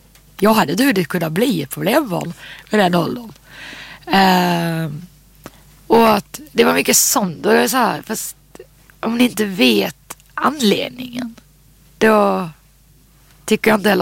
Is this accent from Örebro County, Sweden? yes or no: no; Landskrona, Skåne, Sweden; also born or lived in Marieholm; Jag är uppvuxen där, men från början är jag född i Marieholm. Mm. Men sen har jag ett familjehem i Landskrona när jag var väldigt liten.